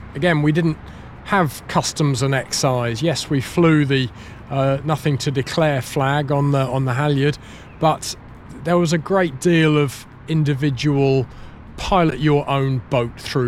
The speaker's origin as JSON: {"language": "English", "area": "Mersea Island, Essex", "region": "East of England", "country": "United Kingdom", "tie": "born or raised there", "also_born_or_lived": "Ashington, Northumberland / boarding school", "moved": "yes", "lives_now": "West Yorkshire, United Kingdom", "said": "But quickly we moved down, not to Australia, which some people think, but Essex, to the Essex Marshes, Mersey Island. And I had 18 years or so growing up there."}